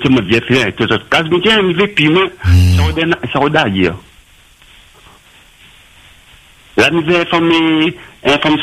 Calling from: Saint-Benoît, Réunion; Saint-Benoît. J'habite de la Réunion, même Saint-Benoît.

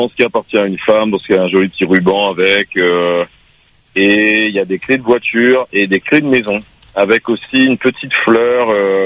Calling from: La Possession, Réunion; j'habite à la Possession

